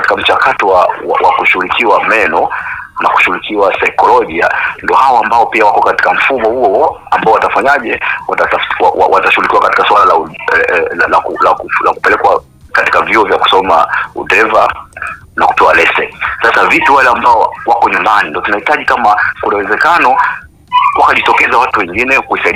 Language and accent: Swahili; Tanzania; moved away; sisi ambao tunatoka Tanzania kwenda nchi za nje na kutafuta maisha